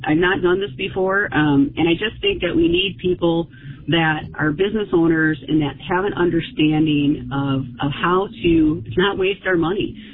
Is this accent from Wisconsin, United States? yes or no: yes; Wisconsin, United States; I grew up right here in Calumet County, right in the district. I was born and raised here on a dairy farm.